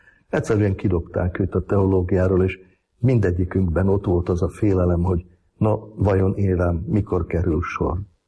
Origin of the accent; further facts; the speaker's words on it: Senec, Bratislava Region, Slovakia; first language Hungarian and Slovak; moved away as an adult; also born or lived in Galanta, Slovakia; Szencen, mivel apukám szenci származású, akkor Szencen építettek házat. Tehát tulajdonképpen szencinek tartom magam kisgyerekkorom óta. Ott jártam óvodába, alapiskolába, ott jártam középiskolába is. Ezért mind a két nyelv nekem tulajdonképpen anyanyelvem, mert szenc nyelvileg vegyes. Aztán Szencről elkerültem Pozsonyba